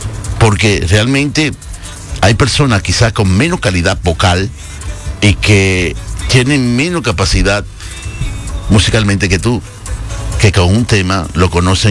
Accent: Dominican Republic; now in Madrid, Spain

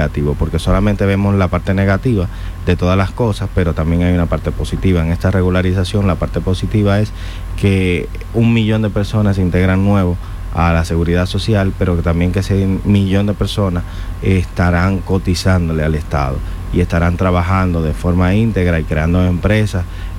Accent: Dominican Republic; now in Spain; esa conexión con la madre patria, como decimos los dominicanos

